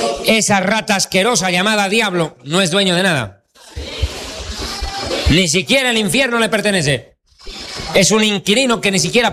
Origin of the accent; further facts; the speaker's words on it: Bolivia; born there; en mi país de nacimiento, Bolivia